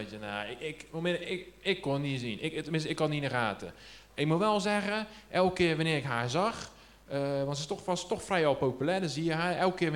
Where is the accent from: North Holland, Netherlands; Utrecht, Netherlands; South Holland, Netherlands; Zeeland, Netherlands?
South Holland, Netherlands; Rotterdam; Ik kom uit IJsselmonde. Hier is je vee vandaan. Om het hoekie. Ik ben opgegroeid daar.